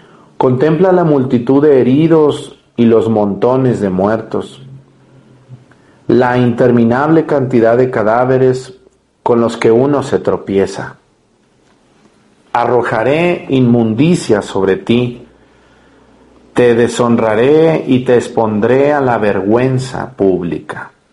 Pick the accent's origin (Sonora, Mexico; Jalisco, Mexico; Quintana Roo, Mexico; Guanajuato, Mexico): Jalisco, Mexico; Mexticacán; mi pueblo, Mestigacán, cuando vayan van a ver que es un pueblito, pueblito, casi un ranchito. Entonces yo crecí entre pollos, gallinas, vacas, burros, mulas, yeguas, de todo